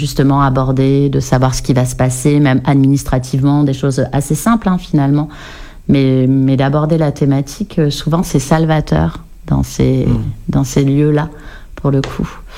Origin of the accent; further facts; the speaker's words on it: Nouvelle-Aquitaine, France; parce que moi je viens du Pays Basque en fait